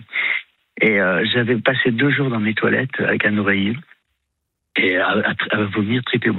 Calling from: Nantes, Pays de la Loire, France; je suis sur Nantes

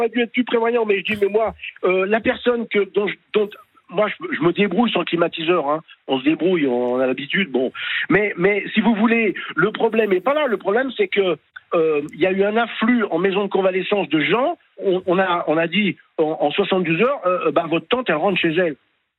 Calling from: Auvergne-Rhône-Alpes, France; Mon domicile est dans le Beaujolais.

